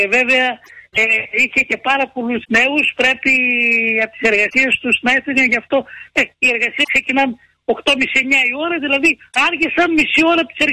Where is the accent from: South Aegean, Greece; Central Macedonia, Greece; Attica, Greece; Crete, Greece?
Central Macedonia, Greece; Pentapoli; Από το χωριό μου, το 70% του χωριού μου στην Πεντάπολη είναι αγρότες.